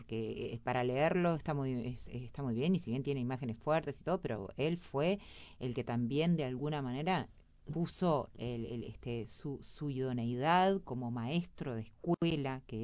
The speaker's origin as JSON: {"language": "Spanish", "region": "Montevideo", "country": "Uruguay", "tie": "born or raised there", "said": "yo me crié, en la Cruz de Carrasco, uh-huh. zona roja, uh-huh. un barrio sumamente humilde y que había absolutamente de todo."}